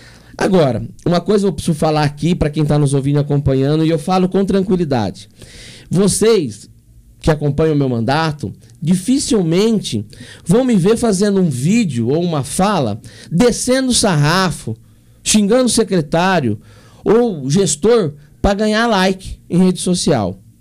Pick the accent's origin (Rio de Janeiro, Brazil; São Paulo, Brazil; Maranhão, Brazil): São Paulo, Brazil; Aparecida; Aparecida é onde eu nasci, onde me formei, onde formou o meu caráter.